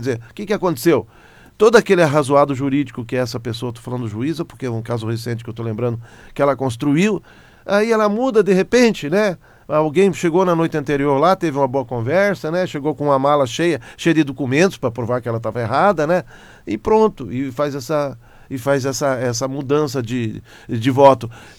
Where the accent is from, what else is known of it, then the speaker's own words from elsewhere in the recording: Brazil; nós sonhamos enquanto brasileiros